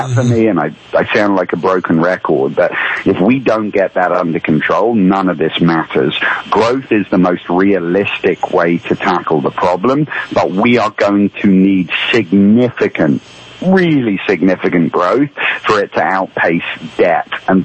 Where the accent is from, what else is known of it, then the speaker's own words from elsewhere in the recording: England, United Kingdom; now in United States; I'm from England, Great Britain originally, but I'm an American citizen.